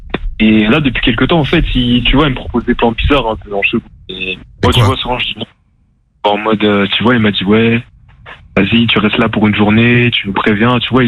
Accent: Nantes, Pays de la Loire, France; moi, je viens de Nantes. Je viens dans une cité, elle s'appelle Malakoff pour ceux qui connaissent.

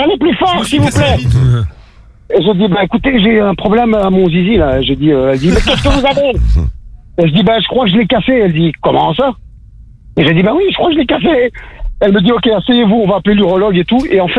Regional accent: Brussels, Brussels-Capital Region, Belgium; born there; je suis né à Bruxelles

